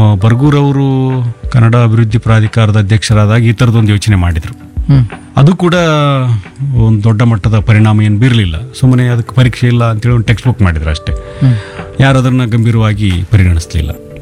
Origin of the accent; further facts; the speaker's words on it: Karnataka, India; ನಾವು ಕನ್ನಡಿಗರು